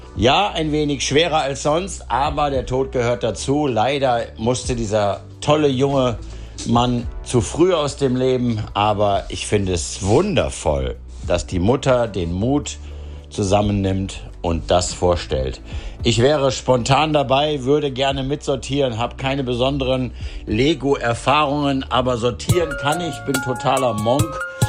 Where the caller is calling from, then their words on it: Cologne, North Rhine-Westphalia, Germany; aus Köln.